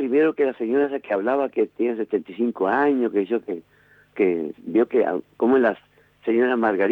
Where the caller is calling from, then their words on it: Rivadavia, Argentina; como soy de Rivadavia